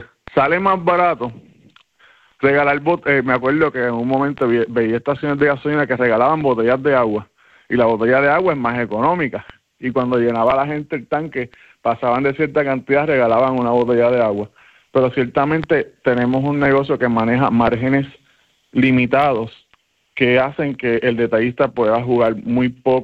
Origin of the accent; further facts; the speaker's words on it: Ponce, Puerto Rico; Sí, yo soy de Ponce.